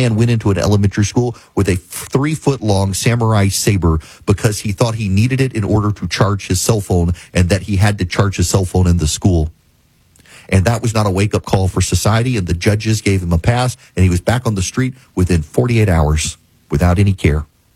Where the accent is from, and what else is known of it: Jackson, Louisiana, United States